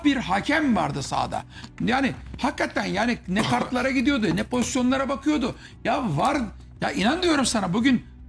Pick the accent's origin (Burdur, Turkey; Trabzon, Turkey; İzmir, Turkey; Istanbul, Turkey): Trabzon, Turkey; Trabzonluyum, hemşerim benim de.